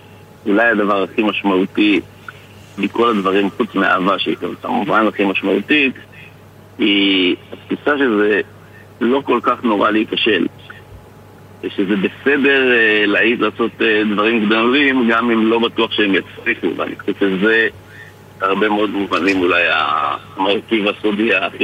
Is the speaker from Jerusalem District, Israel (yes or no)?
no; Kiryat Shmona, Northern District, Israel; moved away; גם לחזור לגליל